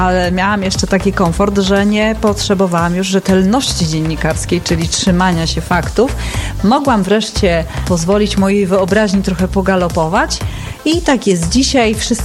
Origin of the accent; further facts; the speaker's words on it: Warmian-Masurian Voivodeship, Poland; Tak, Warmia Mazury, bo ja jestem stąd